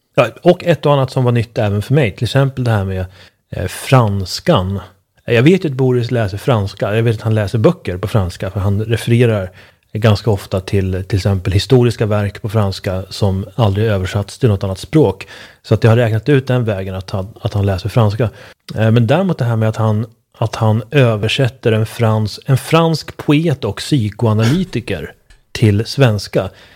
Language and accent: Swedish; Sweden; now in Hungary; i egenskap av svensk expat i Ungern.